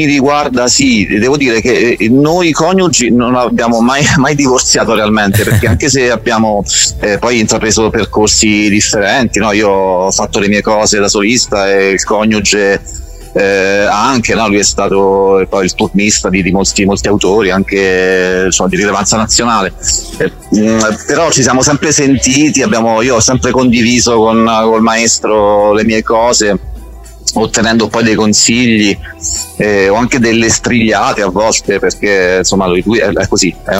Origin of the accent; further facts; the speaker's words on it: Ascoli Piceno, Marche, Italy; io sono di Ascoli Piceno, e quindi la provincia che confina, delle Marche, che confina con l'Abruzzo.